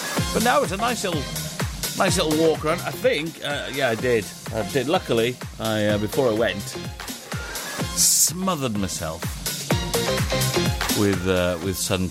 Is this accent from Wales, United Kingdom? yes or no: yes; Wales, United Kingdom; my little white legs are still okay, obviously because I am from Wales.